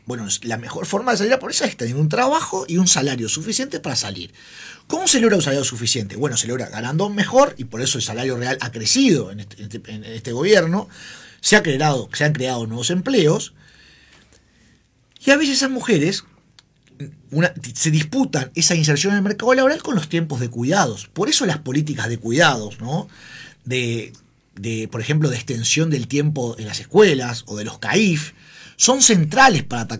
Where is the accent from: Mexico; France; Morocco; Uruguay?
Uruguay; nosotros como sociedad uruguaya